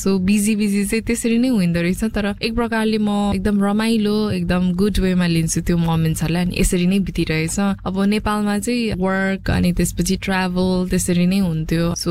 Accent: Koshi Province, Nepal; now in Brunei; म चाहिँ एउटा कलाकार हुँ र म चाहिँ सोलुखुम्बुबाट हुँ र अहिले हाल चाहिँ ब्रुनाईमा छु.

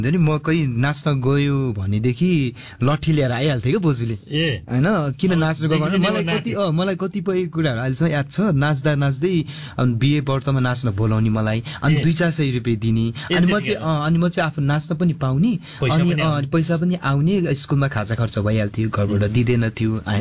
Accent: Rumjatar, Koshi Province, Nepal; moved away; also born or lived in Kathmandu; मेरो गाउँ र मेरो ठाउँ मेरो प्यारो गाउँ रुम्जाटार

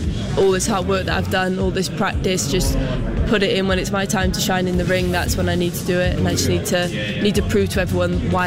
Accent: Northern Ireland, United Kingdom; born there; So I grew up a bit all over the place. I was born out in Northern Ireland because my dad was serving.

